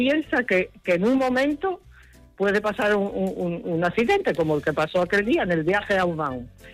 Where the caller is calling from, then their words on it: Cangas de Onís, Asturias, Spain; Desde Cangas de Onís.